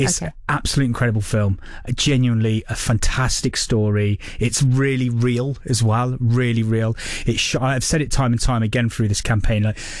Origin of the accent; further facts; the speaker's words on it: Ireland; So Andrew Scott, as an Irishman, and also I'm an Irishman, and I was in the Royal Irish Regiment